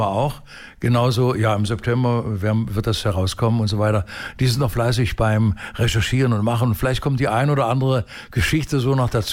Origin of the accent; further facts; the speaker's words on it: Magdeburg, Saxony-Anhalt, Germany; ich komme ja aus Magdeburg